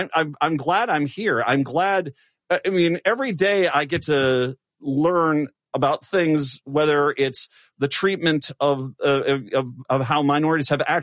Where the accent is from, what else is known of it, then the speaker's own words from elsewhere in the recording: Minnesota, United States; born there; I'm from Minnesota, born here in 1968.